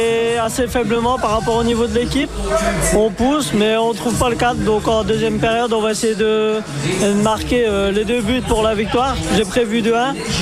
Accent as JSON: {"language": "French", "town": "Lens", "region": "Hauts-de-France", "country": "France", "said": "Moi, je suis originaire de Lens, donc quand même une grosse équipe dans le nord de la France"}